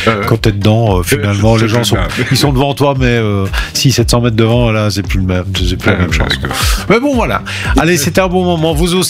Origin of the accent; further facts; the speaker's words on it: Belgium; chez nous en Belgique.